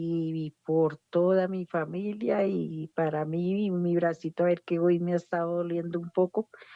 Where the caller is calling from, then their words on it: Bogotá, Bogotá Capital District, Colombia; Aquí en el 20 de julio